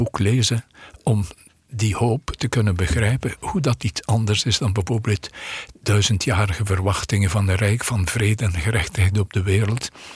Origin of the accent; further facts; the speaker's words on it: Poperinge, Flanders, Belgium; now in Netherlands; Ik ben uit Poperingen. Dat ligt vlakbij Ieper, maar eigenlijk vlakbij de Franse grens. En dat heeft mijn jeugd zeer getekend. Ik heb altijd aan mensen gezegd, ik ben geboren tussen 2 abdijen.